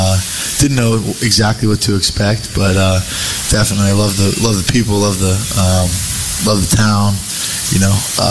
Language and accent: English; Lambertville, New Jersey, United States; born there; so I was born in New Jersey, a small town called Lambertville.